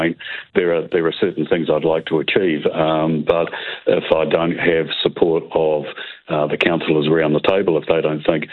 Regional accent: Westport, West Coast, New Zealand; moved away as an adult; also born or lived in Christchurch; it's my hometown, so this is where I was born. I didn't leave Westport until I was in my 30s, even though I was coming back on a regular basis then. It's not quite the same as living here. I was living in Christchurch for 32 years.

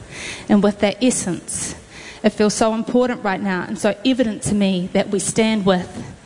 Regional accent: Hawera, Taranaki, New Zealand; moved away; I'm from Taranaki, so I was actually born an hour south from here in Hawera. So this kind of feels like my homecoming.

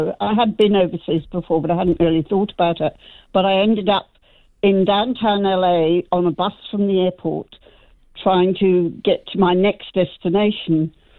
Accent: England, United Kingdom; moved away; I was brought up in England on Dixon of Dock Green, you know, your friendly Bobby.

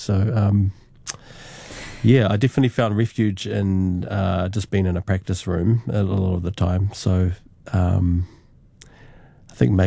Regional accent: New Zealand; It was definitely hard especially for my friends who are also Māori or, they struggled.

